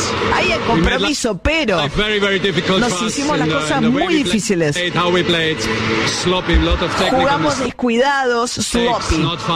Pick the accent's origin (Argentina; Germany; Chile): Argentina; Somos todos hinchas, somos todos argentinos